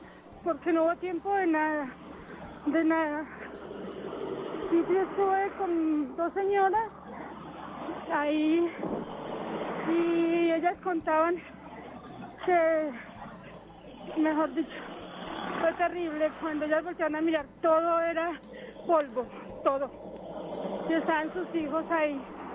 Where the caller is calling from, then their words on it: Soacha, Cundinamarca, Colombia; Yo en ese momento estoy en Soacha